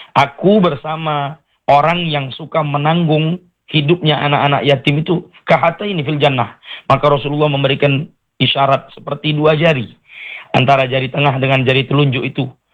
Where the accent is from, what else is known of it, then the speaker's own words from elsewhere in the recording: Palembang, South Sumatra, Indonesia; Kalau kata kita orang Palembang